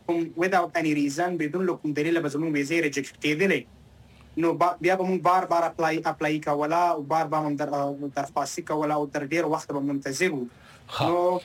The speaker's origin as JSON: {"language": "Pashto", "country": "Afghanistan", "said": "مونږ چورت ویل چې مونږ د افغانستاني"}